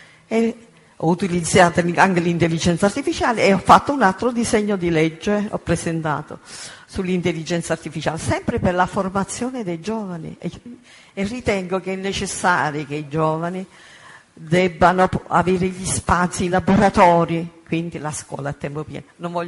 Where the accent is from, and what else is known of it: Basilicata, Italy; born there; moved away as an adult; now in Naples, Italy